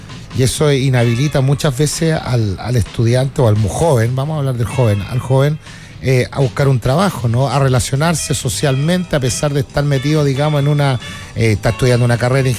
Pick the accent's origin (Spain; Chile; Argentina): Chile; nuestro hablar de como chileno